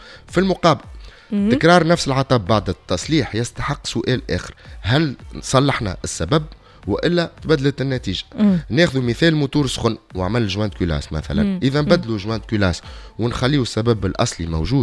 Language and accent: Arabic; Tunisia; عندنا في تونس